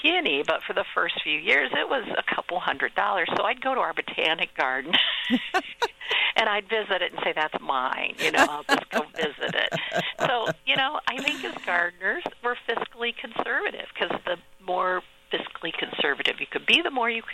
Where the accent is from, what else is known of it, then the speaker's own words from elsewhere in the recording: Ohio, United States; I grew up in Ohio, and my dad, we'd always go, please grow watermelon.